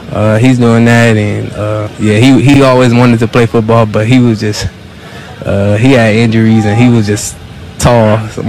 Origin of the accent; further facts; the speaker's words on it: the Bay Area, California, United States; growing up in the Bay Area